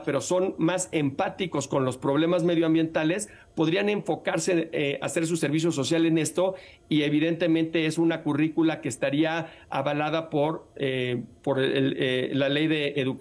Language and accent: Spanish; Mexico; te hablo de la Ciudad de México, que es lo que más conozco